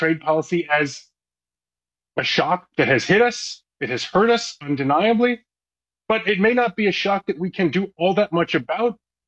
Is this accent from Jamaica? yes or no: no; Ontario, Canada; And Ontario, again, you know, I'm from Ontario, so I'm speaking mostly to Doug Ford